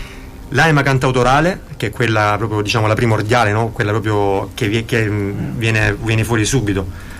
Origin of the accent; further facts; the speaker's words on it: Lecce, Apulia, Italy; sono di Lecce